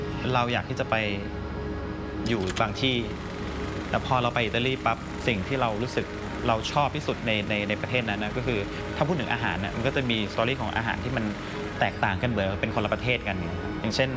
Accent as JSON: {"language": "Thai", "region": "Songkhla", "country": "Thailand", "tie": "born or raised there", "said": "ที่เราก็เติบโตมาในเมืองสงขลานะครับ"}